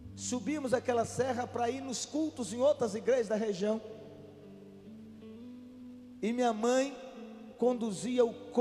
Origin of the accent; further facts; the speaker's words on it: Cuparaque, Minas Gerais, Brazil; born there; Lá na minha cidade, a cidade onde eu nasci, Cuparaque, tem uma serra que no alto da serra tem quase 800 metros de altura, acima do nível do mar.